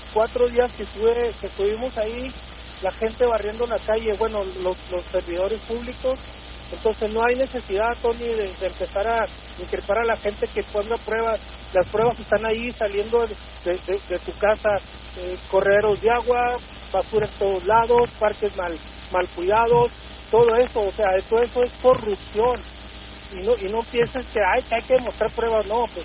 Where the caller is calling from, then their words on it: Ciudad Juárez, Chihuahua, Mexico; Soy de Juárez